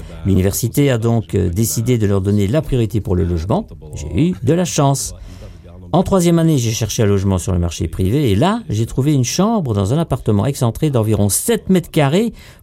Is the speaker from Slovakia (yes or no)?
yes; Bratislava, Bratislava Region, Slovakia; je suis né à Bratislava, j'y ai vécu quasiment toute ma petite enfance.